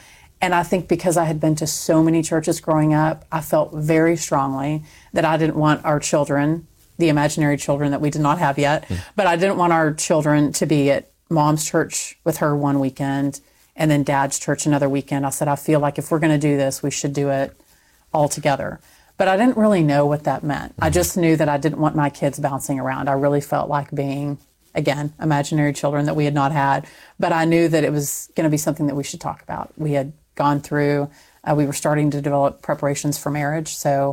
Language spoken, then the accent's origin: English; Texas, United States; Growing up in Texas